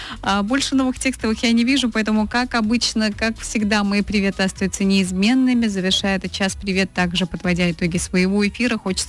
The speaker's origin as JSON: {"language": "Russian", "region": "Chechnya", "country": "Russia", "said": "всем чеченцам, которые живут за пределами нашей родины"}